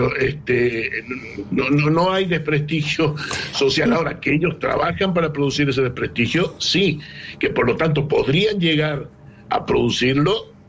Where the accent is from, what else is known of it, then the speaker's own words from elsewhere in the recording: Argentina; en mi país, en Argentina